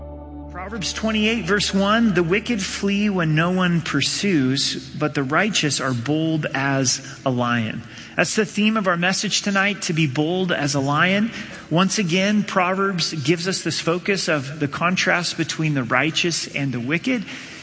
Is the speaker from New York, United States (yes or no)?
no; Oregon, United States; I grew up in Southern Oregon